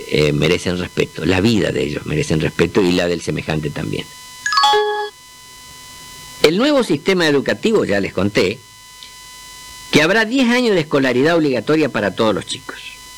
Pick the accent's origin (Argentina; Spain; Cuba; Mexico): Argentina; a mí como argentino